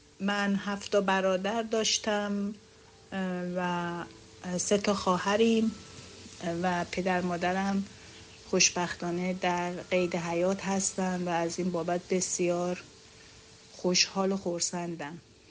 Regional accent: Tehran, Tehran Province, Iran; تمام بچه ها تو تهران به دنیا اومدیم و بزرگ شدیم و مدرسه رفتیم.

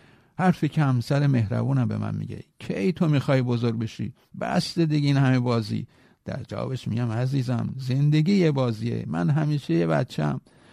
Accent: Tehran, Tehran Province, Iran; من بچه چهارای مولوی هم جنوب شهر و اون سینمای تمدن هم معبد عشق دوران کودکیم. بزرگ شده محلی که دورورش سرا نایبلی و گذر لوتی سالو و باقلچی و چارس و چوبی و گود زنبورشگونه

